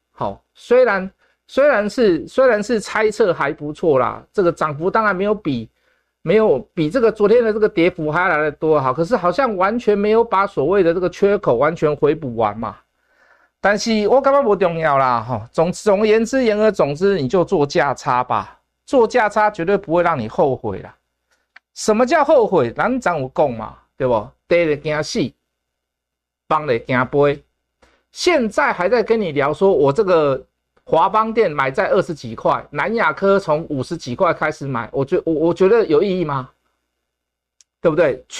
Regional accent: Taiwan; 这个韩国人比我们台湾人还不会做股票了

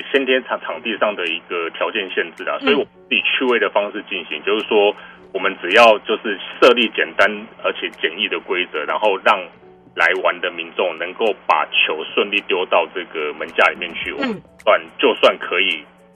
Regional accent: Taiwan

